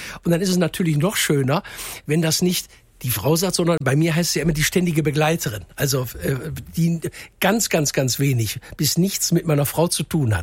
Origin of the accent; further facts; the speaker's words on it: Duisburg, North Rhine-Westphalia, Germany; ich komme aus Duisburg